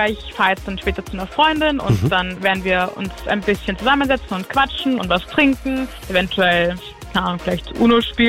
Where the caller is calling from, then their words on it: Vienna, Austria; ich komme aus Wien